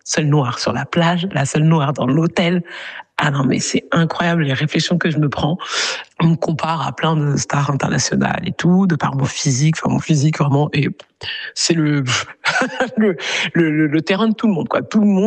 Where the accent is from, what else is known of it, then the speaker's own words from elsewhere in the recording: Paris, Île-de-France, France; Alors, moi, je suis originaire du Congo. J'ai vécu toute ma vie à Paris. J'ai très peu été en lien avec mon pays d'origine.